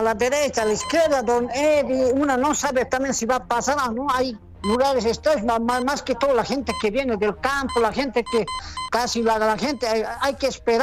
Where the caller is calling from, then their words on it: Tarija, Bolivia; por primera vez llamo desde Tarija.